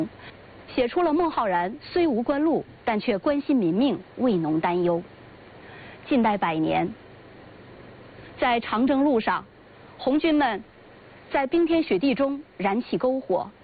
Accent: China; 我们中国人

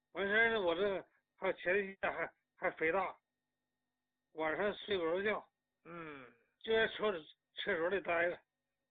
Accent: Harbin, Heilongjiang, China; 那个我家是哈尔滨的

